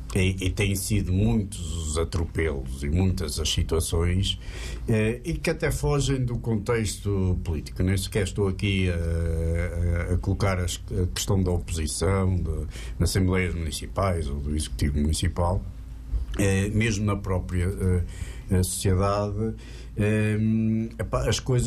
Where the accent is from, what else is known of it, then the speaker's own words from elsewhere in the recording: Aveiro, Centro, Portugal; Eu que sou aveirense